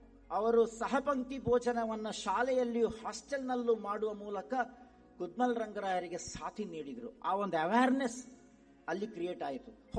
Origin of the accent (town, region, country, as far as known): Karnataka, India; accent: Dakshina Kannada Kannada; Kannada is a second language